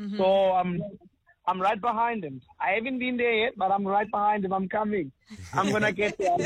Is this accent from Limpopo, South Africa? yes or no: no; Hermanus, Western Cape, South Africa; it makes me proud, you know, to say I am from Hermanus.